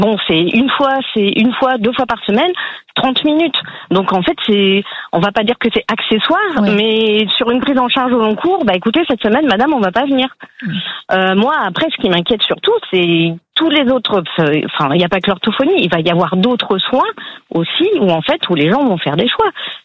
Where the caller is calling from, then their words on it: Hauts-de-France, France; Je suis en Picardie, je suis à 40 km d'Amiens à peu près, dans une zone rurale.